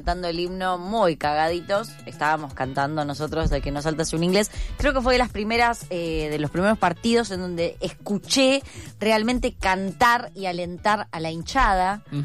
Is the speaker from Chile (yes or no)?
no; Buenos Aires, Argentina; Totalmente porteña.